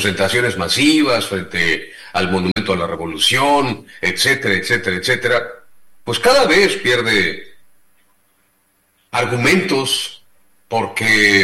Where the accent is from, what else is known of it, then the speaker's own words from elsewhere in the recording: Mexico; también como mexicano, uno quiere ver que se nos respete